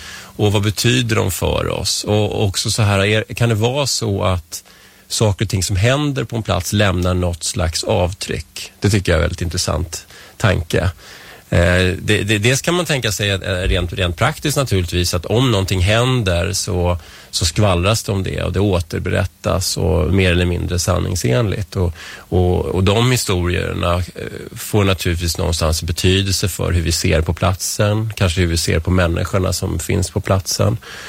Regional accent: Vällingby, Stockholm County, Sweden; also born or lived in Strängnäs; now in Nacka, Sweden; Jag kom från Vällingby från början och sen har jag bott i stan och jag har bott i Strängnäs då, som sagt. Men vi flyttade hit 2007 och vi blev kära i området direkt.

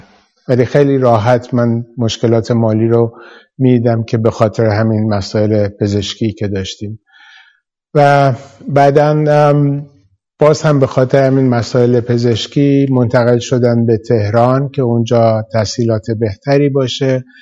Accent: Shiraz, Fars, Iran; بله، من در شیراز به دنیا اومدم، در یک خانواده متوسط. پدر مادرم هر دو معلم بودند و مادرم علاوه بر اون نویسنده بود و گاهی هم گویندگی میکرد در رادیو شیراز.

